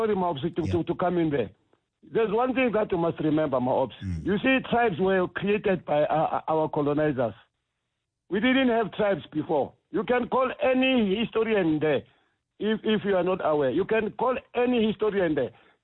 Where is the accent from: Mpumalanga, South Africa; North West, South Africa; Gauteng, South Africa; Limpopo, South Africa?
Gauteng, South Africa; Soweto; maybe it's because I was born here in Soweto, or I don't come from the rural areas or in the former Bantustans